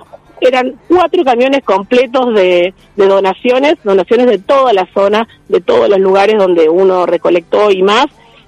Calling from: Argentina

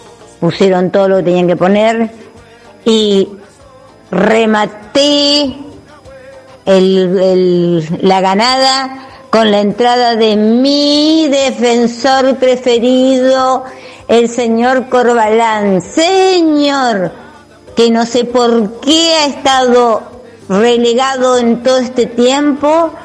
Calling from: Santo Tomé, Santa Fe, Argentina; de Santo Tomé.

